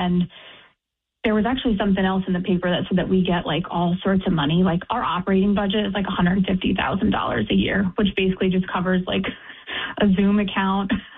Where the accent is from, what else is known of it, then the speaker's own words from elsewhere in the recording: Port Jervis, New York, United States; I grew up in Port Jervis, New York, which is about an hour, 30, 40 minutes from the city. So kind of removed, very small town vibe.